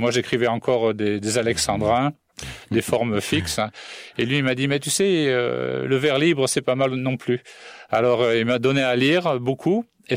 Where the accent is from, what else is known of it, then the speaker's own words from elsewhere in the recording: Southern France, France; moved away as an adult; also born or lived in Paris, France / Nova Scotia, Canada / Greenfield Park, Quebec, Canada; now in Saint-Hubert, Canada; je suis né en France. Je suis né à Paris, j'ai grandi dans le sud de la France. Okay. Donc, ça m'a marqué. Et puis après, on est allé dans l'ouest de la France. Et je suis allé, en 98, j'ai émigré en Nouvelle-Écosse. Mmh. J'y suis resté 13 ans.